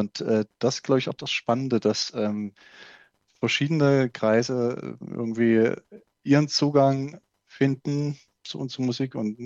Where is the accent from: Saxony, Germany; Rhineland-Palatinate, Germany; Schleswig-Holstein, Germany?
Saxony, Germany; Reichenbach im Vogtland; unweit von meiner Heimat, nämlich der Berg Reichenbach im Vogtland.